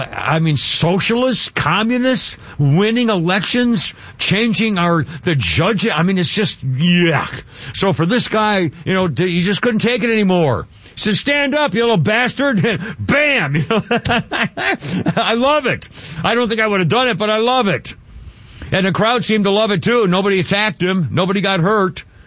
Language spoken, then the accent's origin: English; New England, United States; I was born and raised in New England in the Northeast